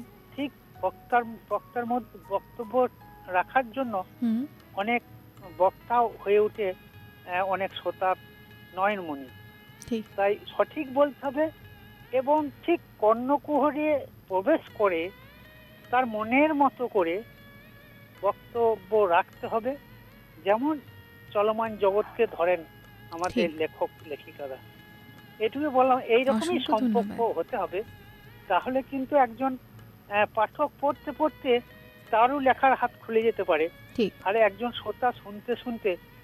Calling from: Purba Bardhaman, West Bengal, India; আমি পশ্চিমবঙ্গের রাজ্যের পূর্ব বর্ধমান থেকে

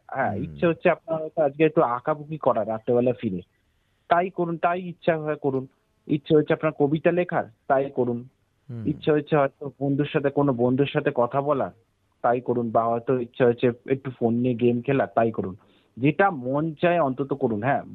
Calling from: Kolkata, West Bengal, India; আমি কলকাতার থেকে

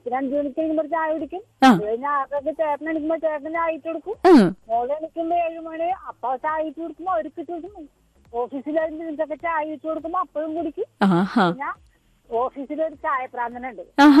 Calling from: Kochi, Kerala, India; എന്റെ വീട് വൈറ്റില്ല.

